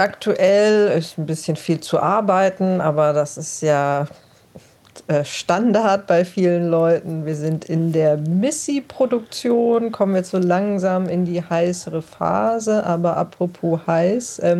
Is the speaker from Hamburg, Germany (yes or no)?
no; Eppelheim, Baden-Württemberg, Germany; moved away; also born or lived in Mannheim; Ich bin nicht direkt in Heidelberg aufgewachsen, sondern in einem kleinen Vorort mit dem etwas drolligen Namen Eppelheim.